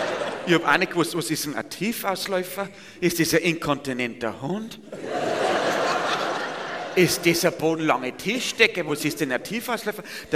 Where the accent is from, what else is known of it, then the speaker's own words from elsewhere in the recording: Bavaria, Germany; Ja, bei uns in Niederbayern sagt man Glowschneider, das kannst du immer brauchen.